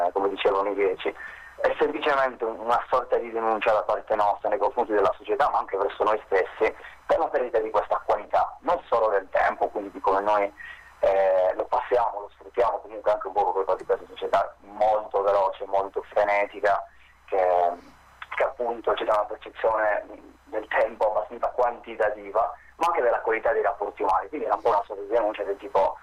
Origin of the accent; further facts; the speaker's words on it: Sardinia, Italy; moved away as an adult; now in Turin, Italy; io vengo dalla Sardegna, in realtà sono arrivato qui per motivi di studio